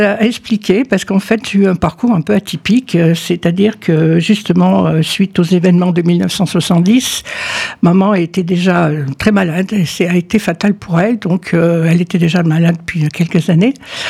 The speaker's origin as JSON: {"language": "French", "town": "Valence", "region": "Auvergne-Rhône-Alpes", "country": "France", "tie": "born or raised there", "also_born_or_lived": "Lyon region", "moved": "as an adult", "said": "J'ai vécu à Valence, effectivement, je suis née à Valence, mon père est né à Valence, dans la rue Chantal, donc on est vraiment des Valentinois. Jusqu'à ce que je parte pour raisons professionnelles sur Lyon, enfin dans la région de Lyon."}